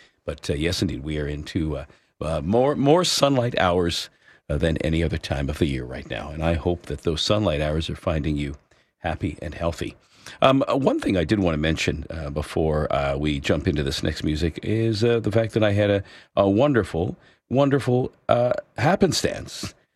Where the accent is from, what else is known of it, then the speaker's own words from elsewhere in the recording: Hamilton, Ontario, Canada; moved away as an adult; now in Collingwood, Canada; And of course, I am from Hamilton. So right there, I said, "Hey, I'm a Hamiltonian originally. You know, I haven't lived there for over 20 years, but it's my hometown. Born and raised in that area."